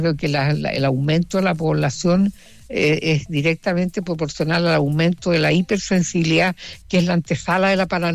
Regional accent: Puerto Montt, Los Lagos, Chile; born there; yo nací en Puerto Montt el año 43.

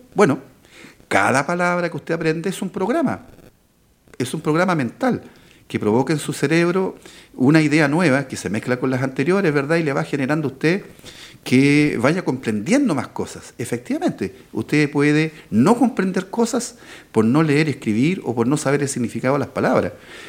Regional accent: Chile

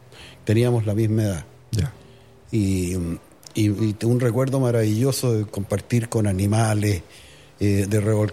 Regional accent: Santiago, Santiago Metropolitan Region, Chile; born there; also born or lived in Linderos; Nací en Santiago, sí.

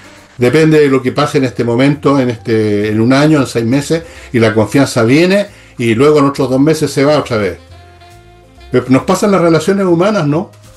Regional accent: Chile; yo que también soy ciudadano chileno

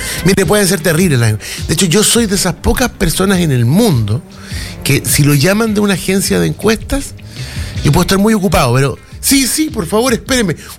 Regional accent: Valparaíso, Chile; Soy de Valparaíso.

